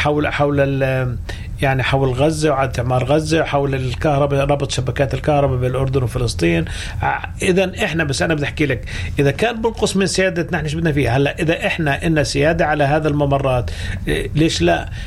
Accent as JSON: {"language": "Arabic", "country": "Palestine", "said": "إحنا كفلسطينيين"}